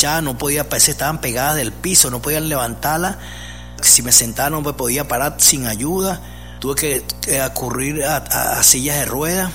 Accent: Venezuela; Soy venezolano.

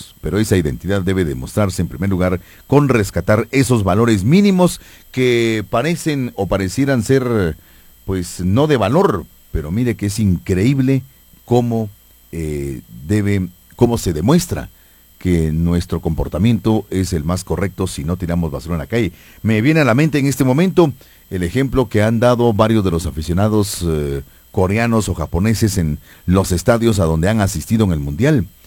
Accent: San Pedro Sacatepéquez, San Marcos, Guatemala; Si como sanpedranos, y vamos todavía mucho más allá, si como guatemaltecos

